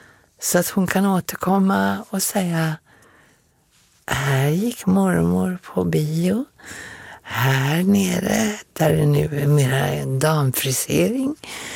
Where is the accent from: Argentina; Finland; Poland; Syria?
Finland; Helsinki, Uusimaa; born there